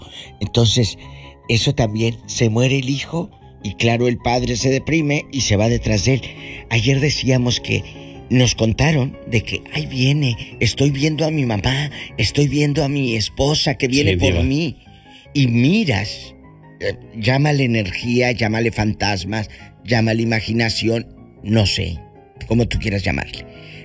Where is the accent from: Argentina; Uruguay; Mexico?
Mexico; Matamoros, Tamaulipas; Y allá en mi tierra, el Matamoros, Tamaulipas.